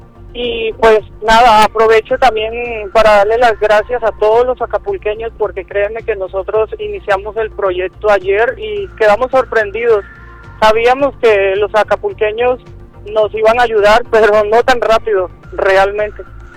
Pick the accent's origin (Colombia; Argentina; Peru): Colombia; now in Mexico